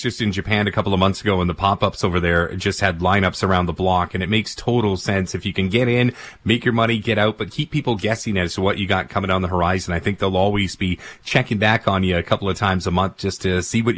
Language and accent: English; Ontario, Canada; now in Vancouver, Canada; I grew up in Ontario, and Eaton Centre was always a place that I went to and never felt safe. And when I came out to Vancouver Metrotown